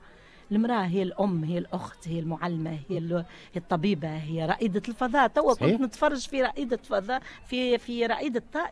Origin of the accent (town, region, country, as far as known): Tunisia